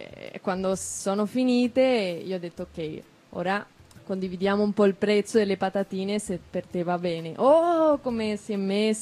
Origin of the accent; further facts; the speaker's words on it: Spain; Italian is a second language; moved away; sono spagnola